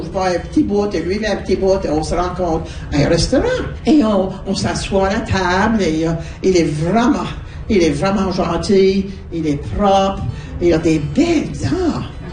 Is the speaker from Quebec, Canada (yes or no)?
no; Baie-Sainte-Marie, Nova Scotia, Canada; Ben moi, je viens de Baie-Sainte-Marie.